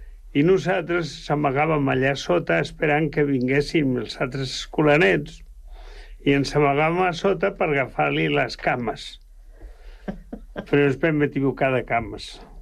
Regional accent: Oliete, Aragon, Spain; moved away; also born or lived in Zaragoza; jo vaig néixer a Saragossa perquè la meva mare va tindre en allà, però nosaltres vivíem en Oliete, que vol dir Tierra d'Olivos.

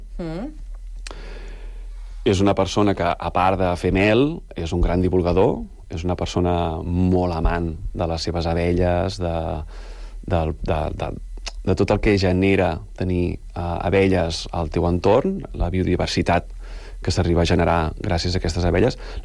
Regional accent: Catalonia, Spain; moved away as an adult; now in Sant Cugat del Vallès, Spain; jo soc del Penedès, en realitat, i porto aquí vora de 20 anys

